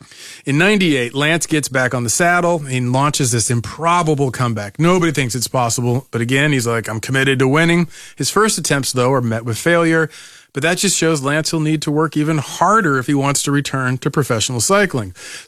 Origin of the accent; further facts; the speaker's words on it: Atlanta, Georgia, United States; He competes at the 1996 Summer Olympics in my hometown of Atlanta, Georgia.